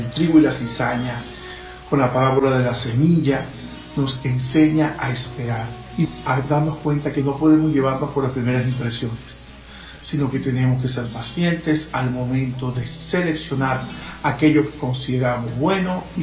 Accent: Venezuela

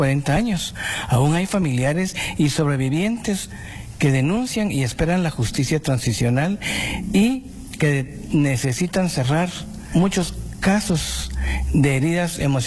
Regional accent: Guatemala; soy psicólogo guatemalteco

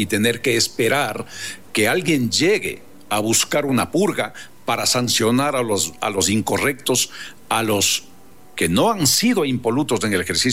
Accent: Ecuador

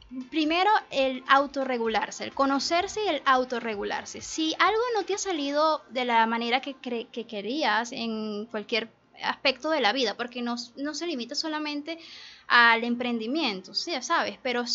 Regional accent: Venezuela; Ese antes, ese luego afuera y ese volver a Venezuela y volver a creer en mi país y volver, es que me permite estar hoy acá sintiéndome orgullosa de decidir quedarme en mi país

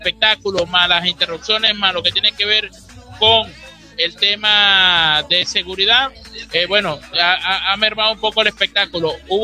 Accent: Venezuela

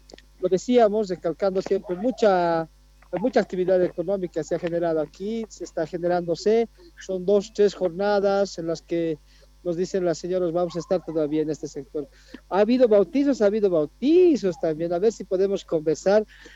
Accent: Aymaya, Potosí, Bolivia; yo soy de Aymaya

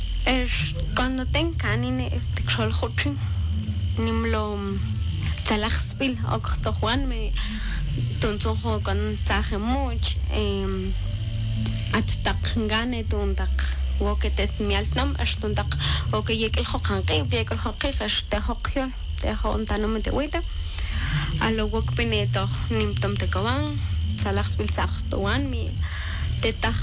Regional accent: Guatemala; Y aquí estoy, más orgullosa que nunca de ser guitaneca de corazón y de ser guatemalteca.

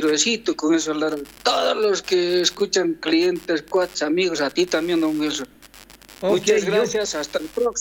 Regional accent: Independencia, Cochabamba, Bolivia; moved away; saludar a mi pueblo, provincia de Upaya, municipio de Independencia, distrito 8, que es Chilpapam.

